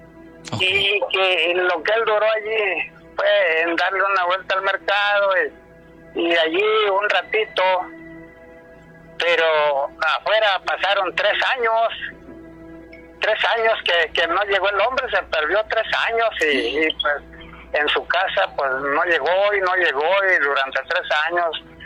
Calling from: Hermosillo, Sonora, Mexico; Hola, buenas noches, Gina. … de Hermosillo, que te está marcando.

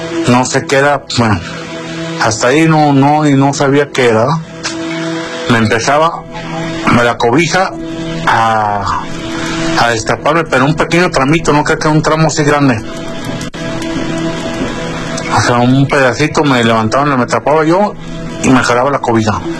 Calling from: Guadalajara, Jalisco, Mexico; Buenas noches … desde Guadalajara, Jalisco.

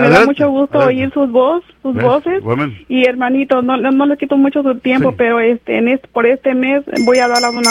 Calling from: Kerman, California, United States; de Kerman.

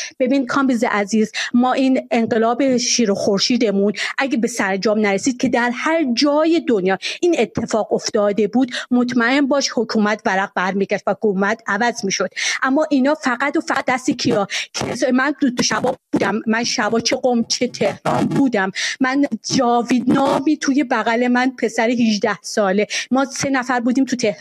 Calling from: Iran

